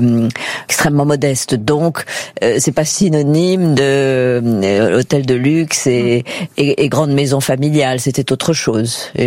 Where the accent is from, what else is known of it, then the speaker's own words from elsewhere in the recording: Paris, Île-de-France, France; also born or lived in Auvergne; J'y suis née, mais mes parents étaient déjà à Paris.